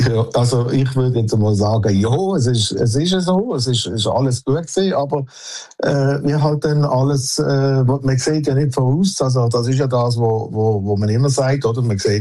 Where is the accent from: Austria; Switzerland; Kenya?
Switzerland; weil ich bin halt ein Schweizer und ich kann nicht aufgeben